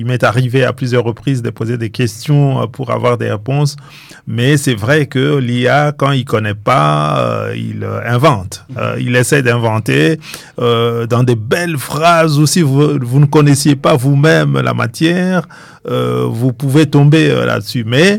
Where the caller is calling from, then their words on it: Belgium; Non, non, moi je suis en Belgique, hein, ouais.